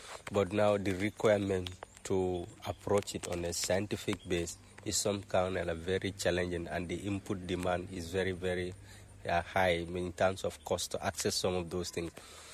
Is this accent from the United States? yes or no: no; Gunjur, West Coast, Gambia; born and brought up in Gunjur.